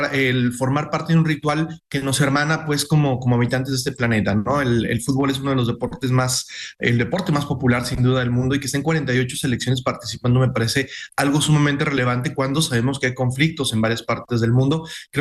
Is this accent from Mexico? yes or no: yes; Mexico; este pretexto que tenemos precisamente para reflexionar nosotros como comunidad, como mexicanos.